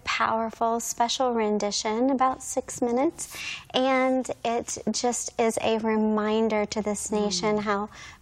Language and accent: English; United States; and I was inspired as an American.